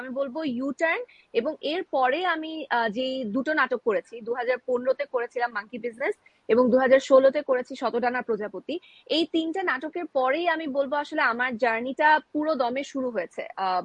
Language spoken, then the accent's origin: Bangla; Dhaka, Dhaka Division, Bangladesh; also born or lived in Chittagong; তখন আমার আব্বু আম্মু, মানে আমি চিটং থেকে ঢাকায় মুভ করি 40 দিন বয়সে। তো